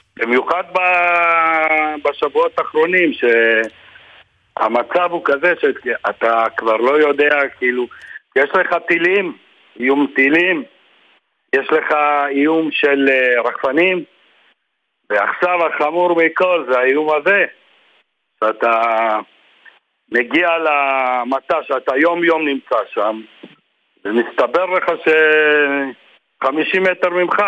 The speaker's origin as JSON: {"language": "Hebrew", "town": "Margaliot", "region": "Northern District", "country": "Israel", "tie": "born there", "said": "אני נולדתי פה."}